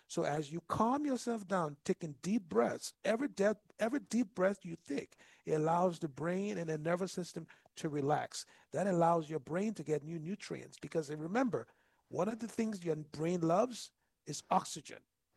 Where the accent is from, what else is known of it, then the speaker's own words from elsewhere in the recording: Liberia; moved away; I grew up in Liberia and West Africa. We had the Civil War in Liberia.